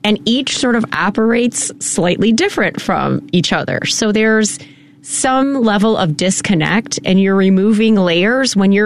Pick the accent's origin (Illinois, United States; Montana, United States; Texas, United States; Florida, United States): Illinois, United States; Chicago; now in Woodstock, United States; growing up in Chicago, growing up in the 11th Ward, right? The neighborhood of mayors, Mayor Daley's neighborhood.